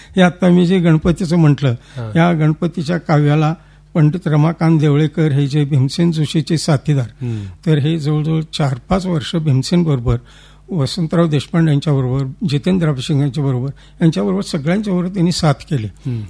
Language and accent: Marathi; Kadgaon, Maharashtra, India; माझं मूळ गाव कडगाव, तालुका गडहिंग्लज, जिल्हा कोल्हापूर. मी 63 साली ओगलेवाडीला आलो.